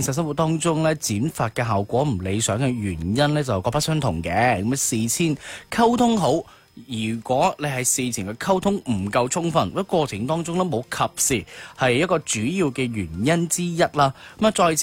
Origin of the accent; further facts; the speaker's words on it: Guangdong, China; 有时候我哋广东人成日讲嘅一句呢就係咩呢，加料不加价下。